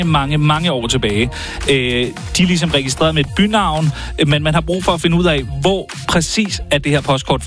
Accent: Karlslunde, Zealand, Denmark; Jeg er jo fra Karlslunde

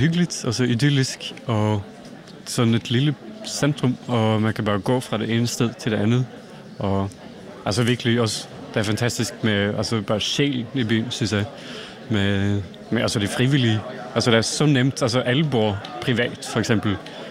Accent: Norway; Og det er også fordi, jeg er kommet selv fra Norge.

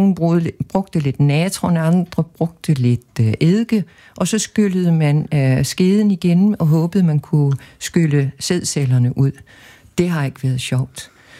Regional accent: Capital Region of Denmark, Denmark; Jeg er vokset op på Bornholm, hvor der var et parallelt missionsk miljø, men jeg tilhørte et mere fritænkende.

